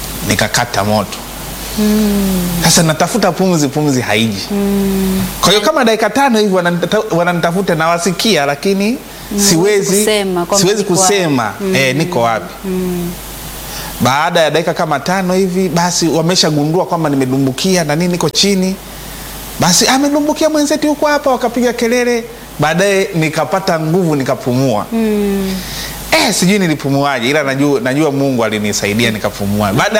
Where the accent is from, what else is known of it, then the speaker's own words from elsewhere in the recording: Malampaka, Shinyanga, Tanzania; moved away as an adult; now in Dar es Salaam, Tanzania; nikitokea kijijini kwetu Malampaka, Maswa, Shinyanga, ambako ndiko niliko kulia